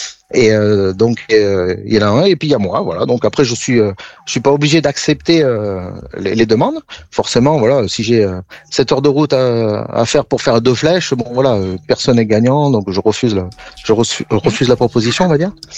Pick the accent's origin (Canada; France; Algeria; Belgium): France; Auvergne-Rhône-Alpes; born there; also born or lived in Montpellier; now in Carcassonne, France; la région où je suis né, vers Valence.